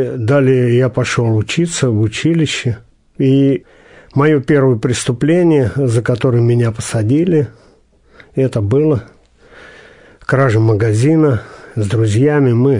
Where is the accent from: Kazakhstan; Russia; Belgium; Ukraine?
Russia; Tula Oblast; Я родился в Тверской губернии, как сейчас она называется. Раньше она была Калининская. И когда мне было 3 года, родители привезли меня в Тульскую область, и я там рос 3 года, с 3 лет и до возраста 16.